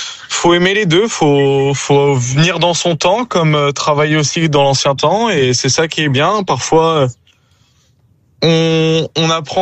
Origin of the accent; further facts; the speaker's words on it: Rennes, Brittany, France; je viens de Bretagne, précisément à Rennes